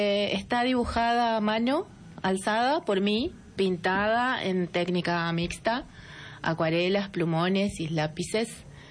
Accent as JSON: {"language": "Spanish", "town": "Villa Ocampo", "region": "Santa Fe", "country": "Argentina", "tie": "born or raised there", "said": "Yo soy de Villocampo"}